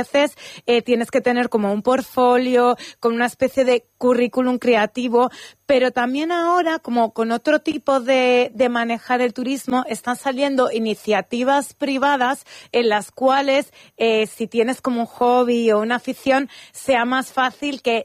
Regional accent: Manzanares, Castilla-La Mancha, Spain; Yo soy de pueblo, pero mi pueblo es grande. 18.000 habitantes, claro. Manzanares.

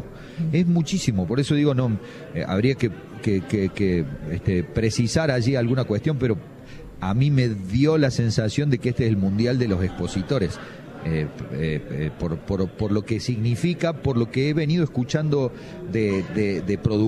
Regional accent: Jesús María, Córdoba, Argentina; Somos de Jesús María

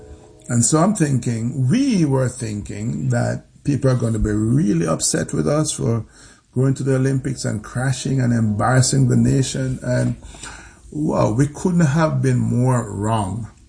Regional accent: Jamaica; The fact that we're from Jamaica and have very limited resources and so on, does not factor.

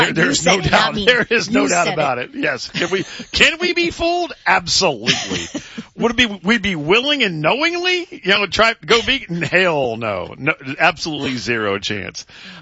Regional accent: Louisiana, United States; I'm from Louisiana.

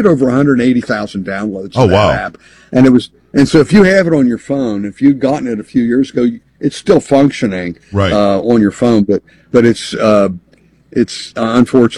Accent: Pennsylvania, United States; I'm from my home state of Philadelphia or of Pennsylvania

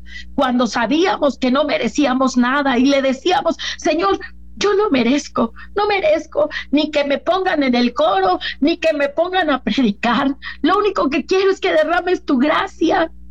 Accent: Mexico; al igual que toda nuestra nación mexicana

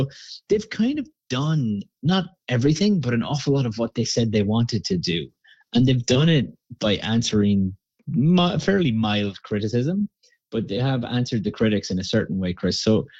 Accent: Ireland; now in Canada; I'm from Ireland originally, but I'm Canadian this month for sure. And I've been Canadian for 12 years already.

